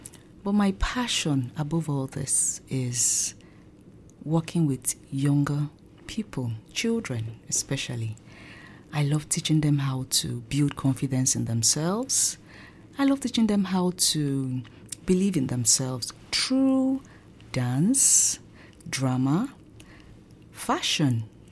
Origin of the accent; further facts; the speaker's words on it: Nigeria; English is a second language; now in Austria; I'm African and I'm Nigerian. I'm here in Austria studying my course in English and American Studies, my master's to be precise.